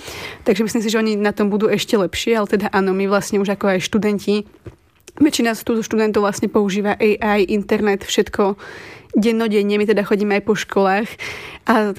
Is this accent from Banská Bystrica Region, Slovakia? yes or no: no; Považská Bystrica, Trenčín Region, Slovakia